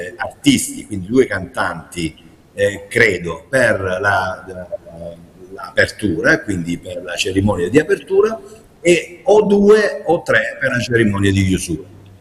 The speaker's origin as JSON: {"language": "Italian", "region": "Apulia", "country": "Italy", "said": "sono pugliese doc"}